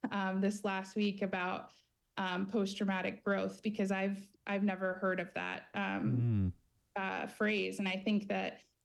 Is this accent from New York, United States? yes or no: no; Texas, United States; So I grew up in Texas, and that's where I began studying public health as an undergraduate.